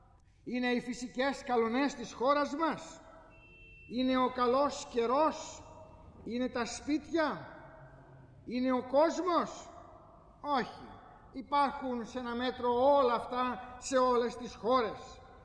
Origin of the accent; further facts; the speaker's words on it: Greece; Είμαστε τόσο εγωκεντρικοί και ατομικιστές σαν Έλληνες